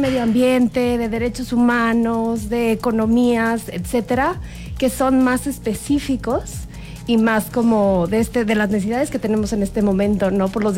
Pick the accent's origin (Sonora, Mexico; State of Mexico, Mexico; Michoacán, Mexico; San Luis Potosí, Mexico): San Luis Potosí, Mexico; O en mi tierra, yo soy de San Luis.